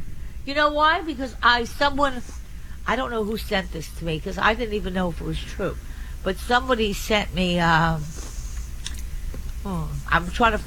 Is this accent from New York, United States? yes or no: yes; New York City, New York, United States; I'm a New Yorker